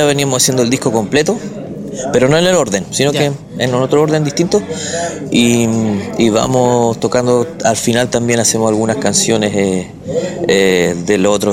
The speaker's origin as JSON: {"language": "Spanish", "town": "Curicó", "region": "Maule", "country": "Chile", "tie": "born there", "moved": "yes", "said": "nacimos en Curicó con mi primo Jaime"}